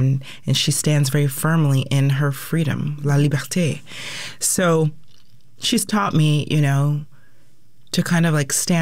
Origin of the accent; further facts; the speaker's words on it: Lakewood, Washington, United States; I grew up in Lakewood, Tacoma, Pierce County, and I grew up singing in the church choir at LNAME